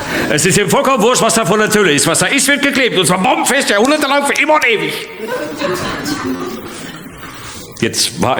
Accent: North Rhine-Westphalia, Germany

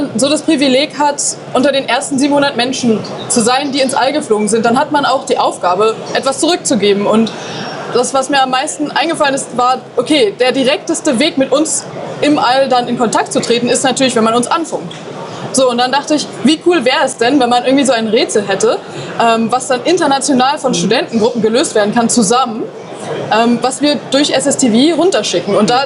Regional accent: Berlin, Germany; Ich komme aus Berlin, deswegen sehr, sehr cool.

